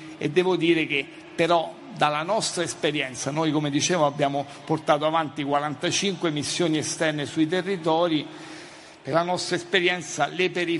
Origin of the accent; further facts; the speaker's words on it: Rome, Lazio, Italy; io provengo da Roma